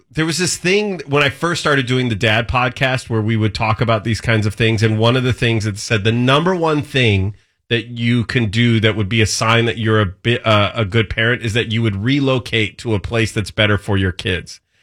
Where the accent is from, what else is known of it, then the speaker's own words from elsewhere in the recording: Modesto, California, United States; also born or lived in Union City, California; my hometown of Modesto, California